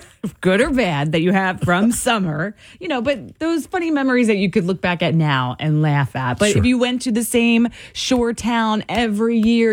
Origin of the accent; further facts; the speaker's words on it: New Jersey, United States; Growing up in New Jersey.